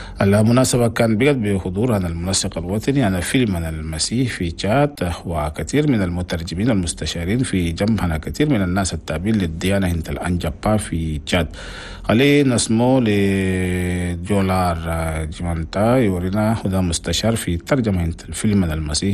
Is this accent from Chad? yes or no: yes; Chad; بلدنا تشاد